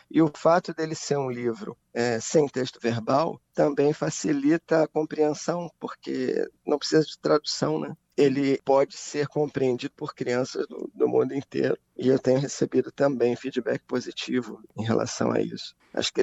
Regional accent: Brazil

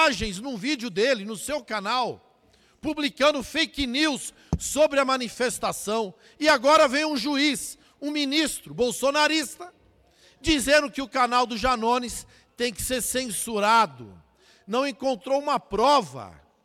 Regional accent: Guarulhos, São Paulo, Brazil; minha querida Guarulhos, cidade onde eu nasci, me criei vivo.

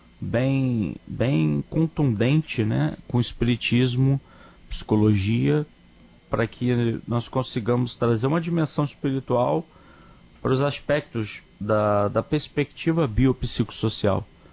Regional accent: Rio de Janeiro, Brazil; moved away; also born or lived in Belo Horizonte, Minas Gerais / Juiz de Fora, Minas Gerais; sou natural do Rio de Janeiro, passei muitos anos morando em Minas Gerais, Belo Horizonte, Juiz de Fora, né?

